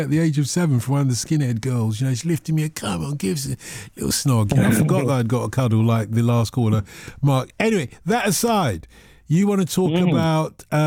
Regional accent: London, United Kingdom; I grew up in Wimbledon, South Wimbledon. I remember it very well. I went to Garfield School. Garfield School is my junior school. It was right next to Garfield Park.

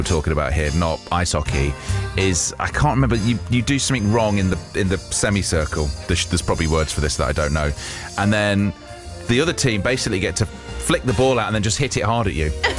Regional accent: Clevedon, South West England, United Kingdom; it connects me to my partner who lives in the UK, who's now fast asleep, to my own British heritage. I'm from Clevedon, North Somerset. Shout out to the family and friends who are still there.

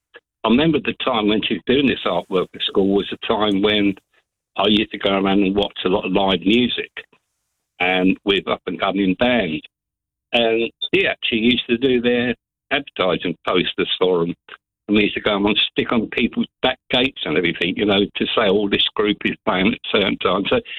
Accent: High Wycombe, South East England, United Kingdom; born there; also born or lived in London; when I moved from London to High Wycombe

